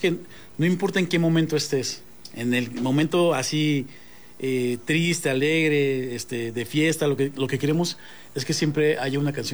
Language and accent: Spanish; Mexico; nosotros como mexicanos